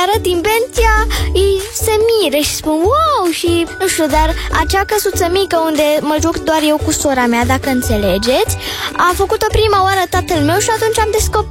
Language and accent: Romanian; Popești, Romania; am 8 ani și sunt din Popești.